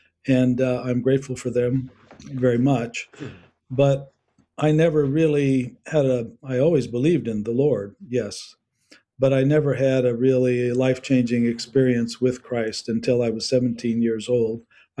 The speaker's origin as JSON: {"language": "English", "town": "Wichita", "region": "Kansas", "country": "United States", "tie": "born or raised there", "said": "I grew up in the Orthodox Church, Lebanese, Wichita, Kansas, St. Mary's. Grandparents came from Lebanon at an immigrant period in Orthodox history."}